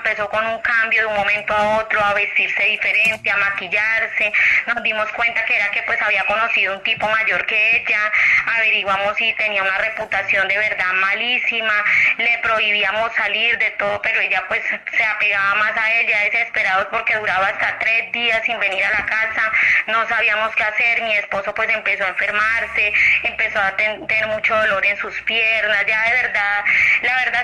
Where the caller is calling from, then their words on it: Bogotá, Bogotá D.C., Colombia; lo llamo acá desde Bogotá, desde el barrio Suba, Lisboa.